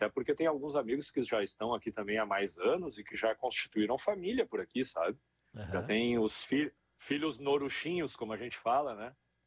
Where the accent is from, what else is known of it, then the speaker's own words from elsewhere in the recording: Santo Antônio da Patrulha, Rio Grande do Sul, Brazil; now in Norway; Eu sou de Santo Antônio da Patrulha, uhum, aí pertinho, terra da rapadura, né?